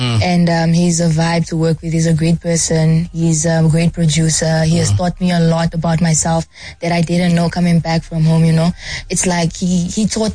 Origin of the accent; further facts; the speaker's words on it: Namibia; now in Johannesburg, South Africa; It's like I'm coming from Namibia, from this place where we are only a population of 2.9 to 3 million. And then now I'm coming to Joburg where like there's a wide audience